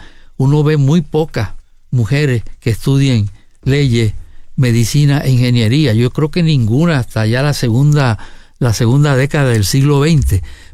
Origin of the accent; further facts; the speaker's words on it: Corozal, Puerto Rico; no había escuela superior en Corozal, en mi pueblo